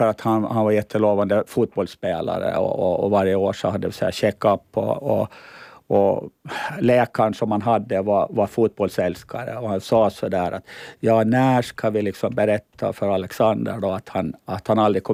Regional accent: Åland, Finland; Och då, det var första gången som jag riktigt märkte varför jag var ålänning.

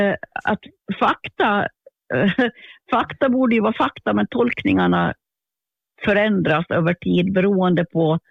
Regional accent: Sund, Åland, Finland; Jag kommer från Sund och jag bor i en by som heter Tranvik. Och den här Tranvikbyn går som en udde ner i Lumpan, som är det här innanhavet just i Åland. Så jag brukar säga att jag bor i Lumpan

